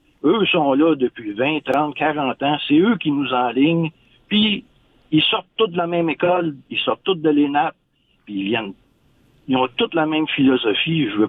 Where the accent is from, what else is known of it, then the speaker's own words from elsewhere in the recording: Saint-Hyacinthe, Quebec, Canada; Ben, j'ai toujours demeuré à Saint-Hyacinthe. Ça fait plus de 60 ans que je suis à Saint-Hyacinthe.